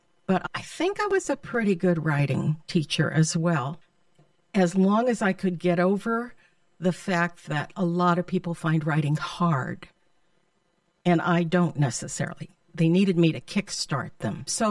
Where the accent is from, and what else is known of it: San Diego, Midwest, United States; born or raised there